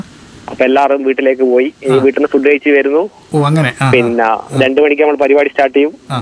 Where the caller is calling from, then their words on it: Kerala, India; എടപ്പഴശ്ശി.